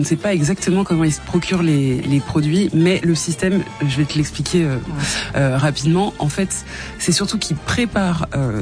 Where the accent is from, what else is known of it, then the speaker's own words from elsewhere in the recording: Lyon, Auvergne-Rhône-Alpes, France; Je suis née à Lyon et j'avais vécu qu'à Lyon jusque-là.